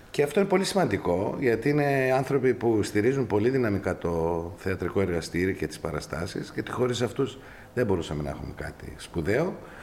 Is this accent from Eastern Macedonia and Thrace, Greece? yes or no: yes; Eastern Macedonia and Thrace, Greece; accent: Thracian (Arvanite); Απλώς την προφορά την έχουμε φέρει στα μέτρα τα δικά μας, στα Θρακιώτικα, στα Καραγατσιανά πολλές φορές.